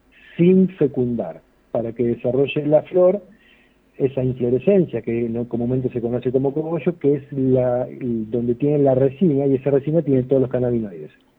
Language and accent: Spanish; Luján, Buenos Aires Province, Argentina; Soy de Luján, Buenos Aires. Venimos actualmente de Pringles, donde es mi señora, venimos juntos en familia.